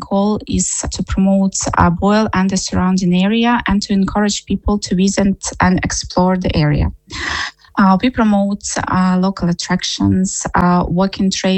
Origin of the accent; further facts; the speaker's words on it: Ukraine; English is a second language; moved away as an adult; now in Ireland; I'm originally from Ukraine. I came to Ireland in May 2022 because of the war in Ukraine. I had basic English